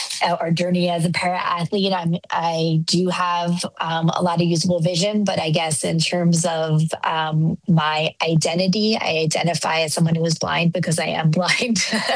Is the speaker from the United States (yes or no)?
yes; Philadelphia, Pennsylvania, United States; also born or lived in Washington, D.C. / New York; I'm originally from Philly, and I grew up there in and the surrounding suburbs, and went to high school in Central Bucks, so outside of Philly.